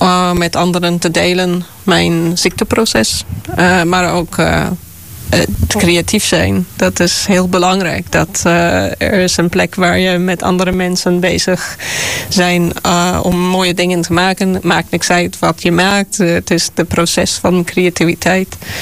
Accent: South Africa; Dutch is a second language; Vanwege dat ik uit Zuid-Afrika kom. Ik werkte vroeger in een wildereservaat in Zuid-Afrika.

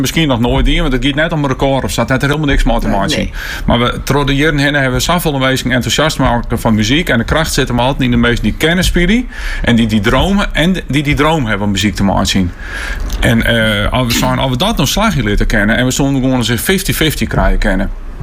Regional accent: Enschede, Overijssel, Netherlands; Oh, nou ja, maar ik kom uit Enschede en ik ben eventjes naar Maassluis rijden om te repeteren.

